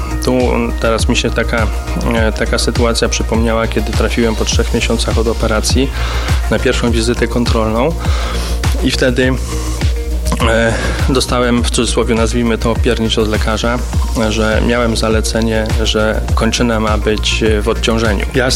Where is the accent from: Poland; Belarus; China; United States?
Poland; Jelenia Góra, Lower Silesian Voivodeship; jestem z Jeleniej Góry.